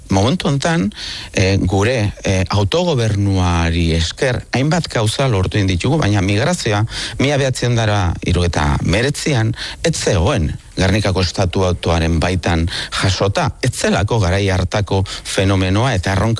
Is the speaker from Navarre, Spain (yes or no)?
no; Basque Country, Spain